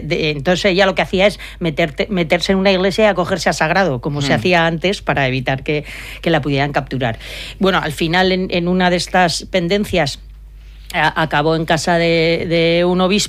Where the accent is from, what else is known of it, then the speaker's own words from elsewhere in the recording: Peralta, Navarre, Spain; la siguiente vez que fui a mi pueblo, a Peralta, en Navarra, el párroco me dijo: oye, me han dicho mis padres que me puedes pegar.